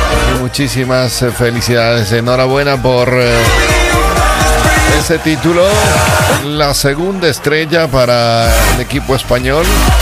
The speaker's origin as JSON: {"language": "Spanish", "country": "Ecuador", "moved": "yes", "lives_now": "Spain", "said": "yo realmente soy ecuatoriano, pero estaba apoyando a la selección española porque vivo acá."}